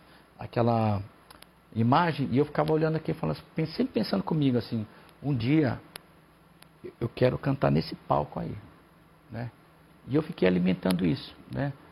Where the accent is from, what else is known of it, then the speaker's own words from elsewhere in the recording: Maringá, Paraná, Brazil; Eu sou nascido em Maringá. E lá na minha cidade tem uma comunidade japonesa muito forte. Uhum. E desde pequeno, né, eu cresci dentro da associação, né, que são os Kaikans